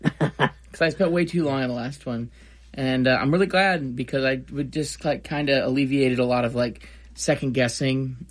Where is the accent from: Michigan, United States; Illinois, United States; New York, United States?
Michigan, United States; now in Nashville, United States; We're originally from Michigan, but moved to Nashville a couple years ago.